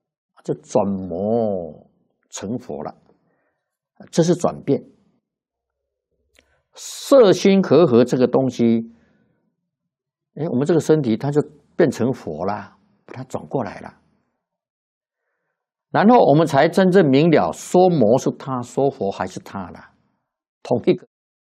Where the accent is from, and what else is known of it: China